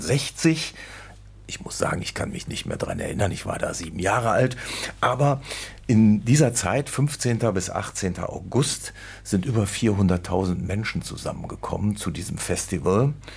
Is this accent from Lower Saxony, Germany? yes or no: no; Düsseldorf, North Rhine-Westphalia, Germany; moved away; Ich komme eigentlich aus Düsseldorf, der Düsseldorfer Altstadt.